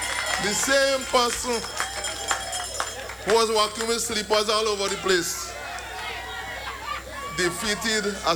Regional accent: Rose Hill, Saint Patrick, Grenada; Welcome. Every one of you to my hometown, my home village. I was born just down the road there, just a stone throw away. But now I live up the road, up by the pasture.

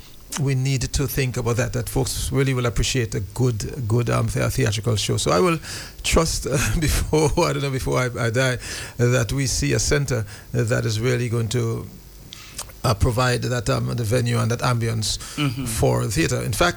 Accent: Marquis, Saint Andrew, Grenada; also born or lived in St. George's, Grenada; because I grew up in the country, although I was born in St. George's, but I grew up in Marquee

